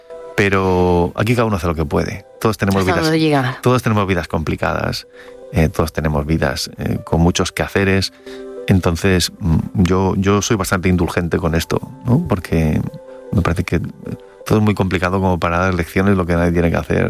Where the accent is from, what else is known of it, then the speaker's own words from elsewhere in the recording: Madrid, Community of Madrid, Spain; Sí, el barrio. Yo soy de barrio. Yo soy de Carabanchel